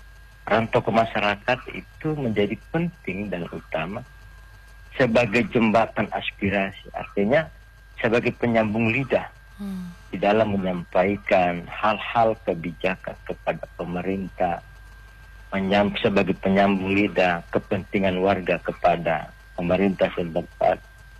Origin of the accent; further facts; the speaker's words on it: Gorontalo, Indonesia; Sebagai warga Gorontalo, masyarakat di Limboto khususnya Kabupaten Gorontalo itu berdampingan dengan damai.